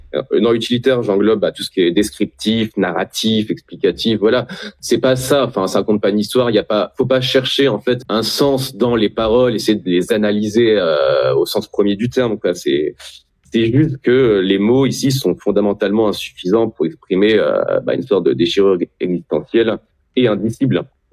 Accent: Tours, Centre-Val de Loire, France; j'aime bien Tours et je viens de Tours

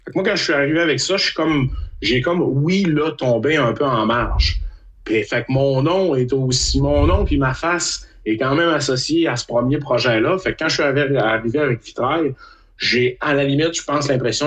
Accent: Quebec City, Quebec, Canada; je viens de Québec

